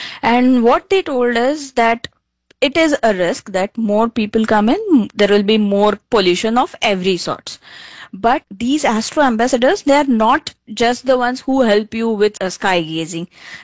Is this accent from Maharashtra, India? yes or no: yes; Mumbai, Maharashtra, India; being a city girl, I'm born and brought up in Mumbai.